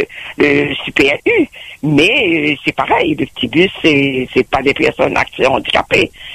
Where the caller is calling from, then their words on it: Sainte-Rose, Réunion; moi j'habite à Sainte-Rose toujours.